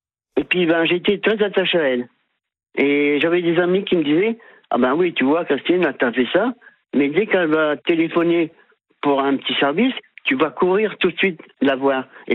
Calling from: Le Tréport, Normandy, France; moi, j'habite au Tréport, et j'ai pas de voiture.

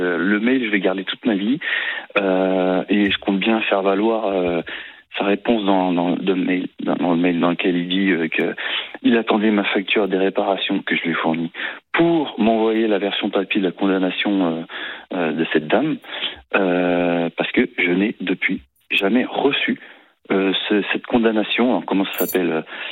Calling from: Cavalaire-sur-Mer, Provence-Alpes-Côte d'Azur, France; Moi, j'habite à Cavalaire-sur-Mer

